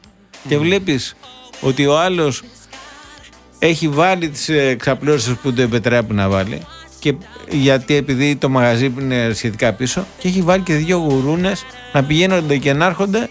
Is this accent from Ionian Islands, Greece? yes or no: yes; Corfu, Ionian Islands, Greece